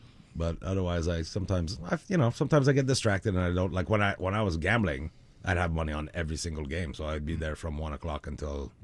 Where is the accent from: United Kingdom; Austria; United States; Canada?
Canada; I'm French Canadian